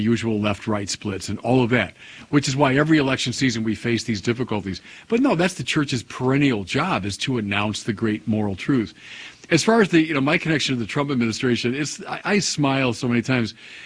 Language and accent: English; United States; both as an American who reverences the First Amendment and as a Catholic who reverences dignitatis humanae.